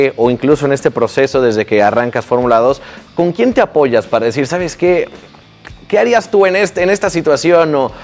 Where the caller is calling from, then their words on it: San Luis Potosí, Mexico; de San Luis Potosí.